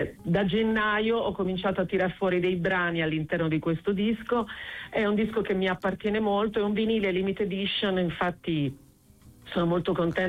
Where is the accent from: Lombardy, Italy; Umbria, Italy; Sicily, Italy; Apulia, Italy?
Apulia, Italy; Taranto; Taranto, non è che voglio dire, cioè, qualsiasi cosa io possa cantare, comunque rappresento Taranto. Sono tarantina, e poi devo essere sincera, mio padre è leccese, quindi voglio c'è tutta la nostra terra.